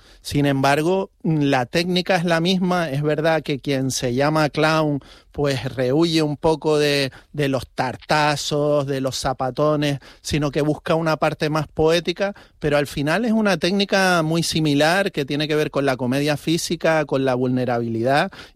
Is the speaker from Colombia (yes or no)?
no; Canary Islands, Spain; quiero que esto no se lo pierda la gente ahí en Canarias. Entonces, vamos a ver si puedo traer esto a de donde yo soy.